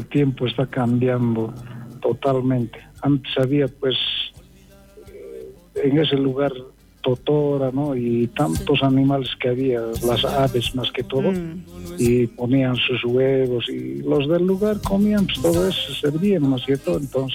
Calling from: Poopó Province, Oruro, Bolivia

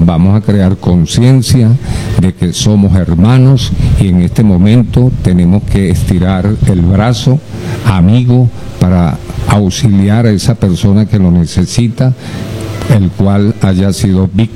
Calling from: Caracas, Capital District, Venezuela; de acá como venezolano le envío las gracias

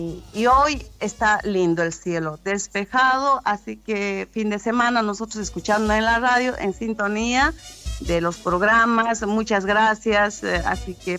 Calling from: Buenos Aires, Argentina; Le estoy llamando desde Buenos Aires.

